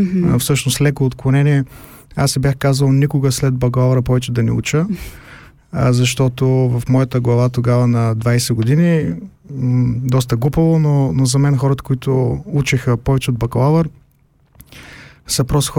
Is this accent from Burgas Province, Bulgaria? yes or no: yes; Burgas, Burgas Province, Bulgaria; moved away as an adult; also born or lived in Germany; Родом съм от Бургас. Завърших ПМГ, природо-математическа гимназия в Бургас. След гимназията отидах да уча в Германия.